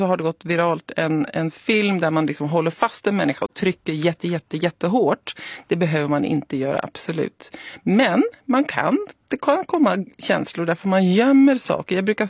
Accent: Norway; Swedish is a second language; now in Sweden; Och jag bara, nej, det är skillnad på Norge och Sverige, för jag är norsk.

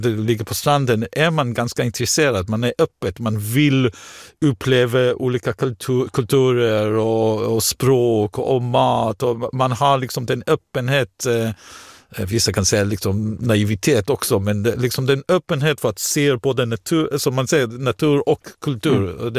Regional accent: Israel; Swedish is a second language; now in Sweden; Jag kom från Israel, och Israel reser man också mycket, men på ett helt annat sätt.

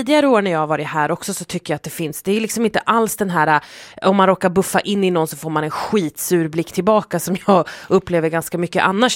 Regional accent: Sweden; tycker jag i alla fall som svensk

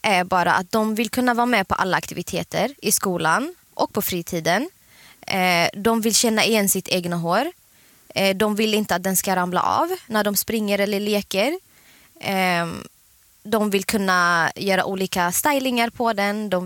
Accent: Eritrea; now in Sweden; Dels, jag är afrikan. Jag är ursprungligen från Eritrea, så man är van vid att peruker finns i ens kretsar

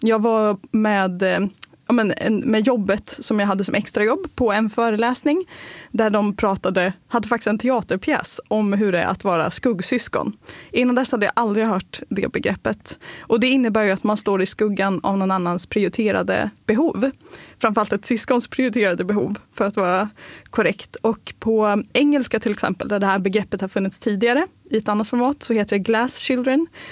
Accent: Örnsköldsvik, Västernorrland County, Sweden; born or raised there; moved away as an adult; now in Stockholm, Sweden

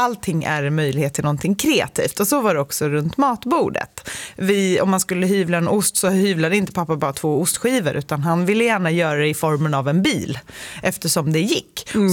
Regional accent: Stockholm County, Sweden; första kapitlet i boken är vi ju på mammas landställe där vi växte upp i Gladekvarn.

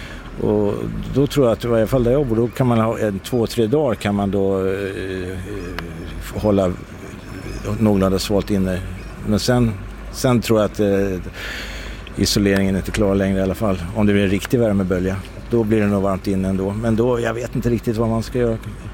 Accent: Gnesta, Södermanland, Sweden; Vi kommer ifrån Gnesta.

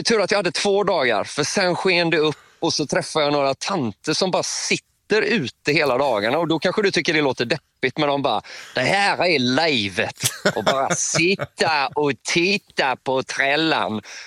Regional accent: Kungälv, Västra Götaland County, Sweden; men jag menar Kungälv, Komarken, det är ju där jag är ifrån. Det blir lite så här, det tycker man ju inte själv är en håla, men det var ju lite så här när man åkte in till Göteborg på helgerna

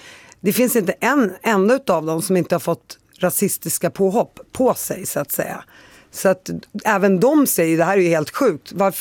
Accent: Palestine; jag är helt palestinier

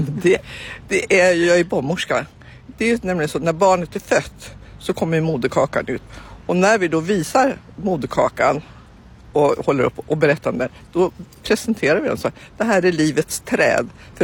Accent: Västernorrland County, Sweden; born there; Eftersom jag är född i norra Ångermanland och där björkarna var, ja, det var så självklart.

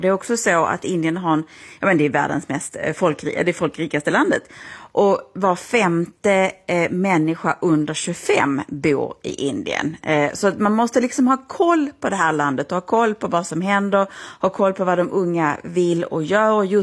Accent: Skåne, Sweden; Ja, alltså som skåning

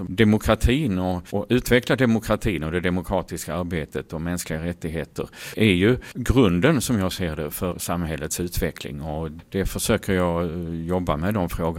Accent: Åstorp, Skåne, Sweden; moved away as an adult; now in Ängelholm, Sweden; Jag är uppväxt i Åstorps kommun och hade här en hel del politiska uppdrag.

